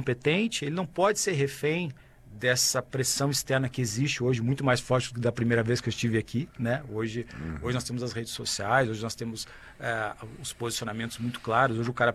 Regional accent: Rio Grande do Sul, Brazil; porque eu sou gaúcho com muito orgulho, né? Embora tenha vivido numa cidade cosmopolita durante 6 anos

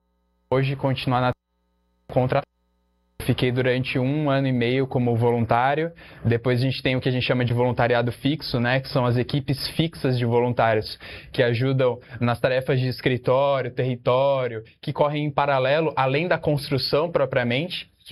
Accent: São Paulo, Brazil; Eu fui criado na Zona Oeste, região próxima ali de Pinheiros, então é uma realidade totalmente distante da minha.

